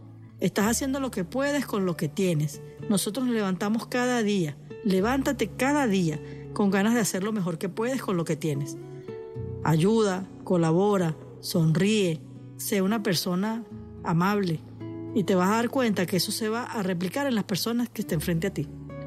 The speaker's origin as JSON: {"language": "Spanish", "country": "Venezuela", "said": "que nosotros sigamos siendo ese venezolano alegre."}